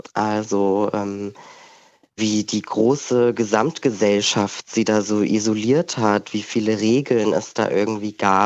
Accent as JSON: {"language": "German", "region": "Baden-Württemberg", "country": "Germany", "moved": "yes", "lives_now": "Berlin, Germany", "said": "Ich komme halt aus Baden-Württemberg, habe viel Diskriminierung erlebt, aber in Berlin wohnen"}